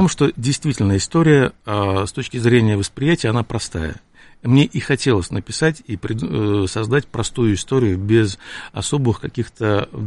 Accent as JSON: {"language": "Russian", "region": "Saint Petersburg", "country": "Russia", "said": "я сам ленинградец, петербуржец."}